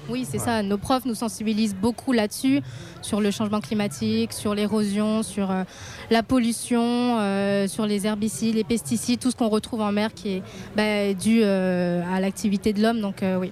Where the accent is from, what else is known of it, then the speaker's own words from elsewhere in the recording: Réunion; moved away as an adult; now in Bordeaux, France; moi je viens de l'île de la Réunion. Et quand j'étais sur l'île, j'étais dans une asso de botanistes.